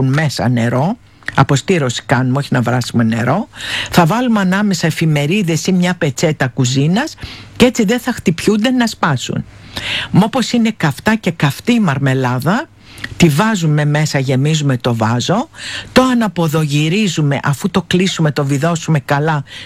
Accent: Evia, Central Greece, Greece; είμαι από την Κίνη.

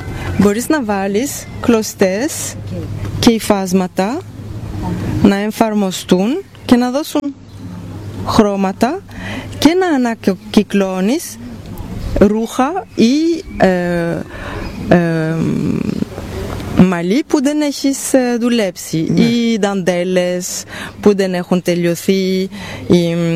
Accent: Belgium; born there; Greek is a second language; Αλλά είμαι Ιταλίδα και Γερμανίδα.

